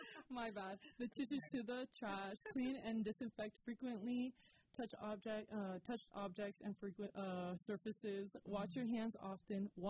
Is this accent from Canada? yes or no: no; Virginia, United States; I'm from Nova, but, from, deep down in my roots, I'm Bolivian.